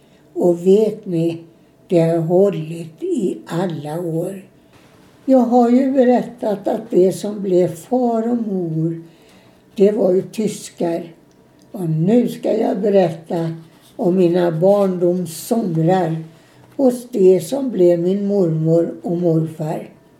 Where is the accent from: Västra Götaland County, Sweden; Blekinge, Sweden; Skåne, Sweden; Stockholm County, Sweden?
Västra Götaland County, Sweden; Falköping; also born or lived in Gothenburg / Alingsås; Så blev det, och jag fick ett hem hos dem som inte kunde få egna barn. Där växte jag upp.